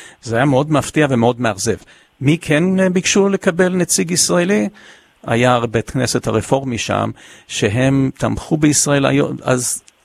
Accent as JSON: {"language": "Hebrew", "country": "Germany", "tie": "born there", "first_language": "English", "second_language": "Hebrew", "said": "לא, לא, אני דווקא נולדתי בבסיס חיל האוויר האמריקאי בגרמניה."}